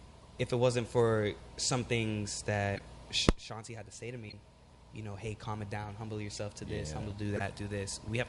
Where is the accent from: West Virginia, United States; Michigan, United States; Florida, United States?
Florida, United States; Orlando; I'm from Florida.